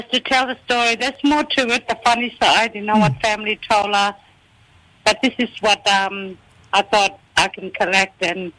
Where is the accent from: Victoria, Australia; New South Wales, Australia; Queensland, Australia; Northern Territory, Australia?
Northern Territory, Australia; Wurrumyanga; I come from Tiwi Island, a little community called Wurrumyanga.